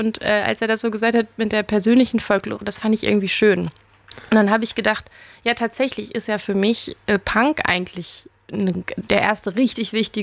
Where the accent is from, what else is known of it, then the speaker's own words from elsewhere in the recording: Oerlinghausen, North Rhine-Westphalia, Germany; Ich bin in Lippe in Oerlinghausen groß geworden.